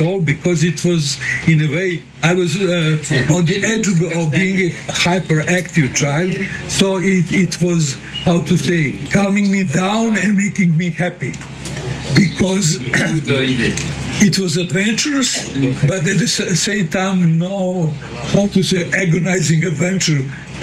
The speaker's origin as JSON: {"language": "English", "town": "Zemun", "region": "Belgrade", "country": "Serbia", "tie": "born or raised there", "second_language": "English", "said": "I was born in Belgrade, but I grew up in Zemun, who is perfect embodiment of the provincial town, quite with the Austro-Hungarian atmosphere, which was totally different than that in Belgrade, who was just across the river."}